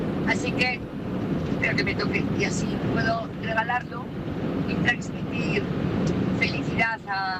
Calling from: Vigo, Galicia, Spain

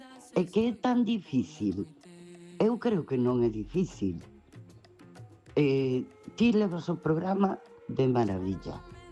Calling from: Ferrol, Galicia, Spain; Boas noites, Capelán. … de Ferrol outra vez.

